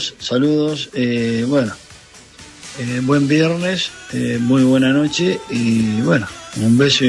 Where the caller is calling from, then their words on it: Punta Alta, Buenos Aires Province, Argentina; de Punta Alta.